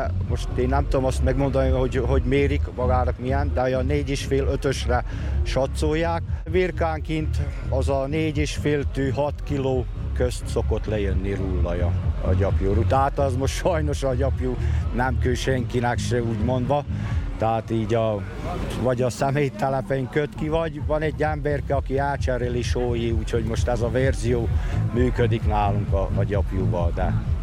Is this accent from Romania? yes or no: no; France; a francia, meg ugye Franciaországból származom.